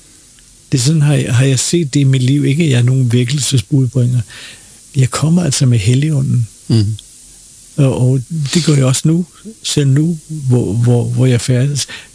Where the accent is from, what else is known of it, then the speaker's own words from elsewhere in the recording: Copenhagen, Capital Region of Denmark, Denmark; jeg ved ikke, om det var fordi, jeg var københavner